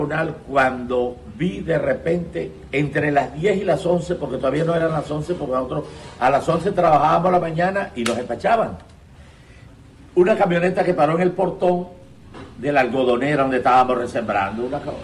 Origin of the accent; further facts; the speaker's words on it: Zambrano, Bolívar, Colombia; un muchacho nuevo de Zambrano.